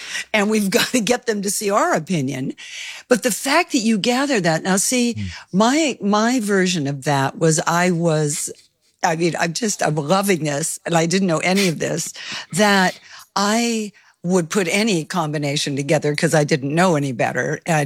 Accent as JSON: {"language": "English", "town": "Los Angeles", "region": "California", "country": "United States", "tie": "born or raised there", "said": "And I grew up in Los Angeles. Nobody came to me."}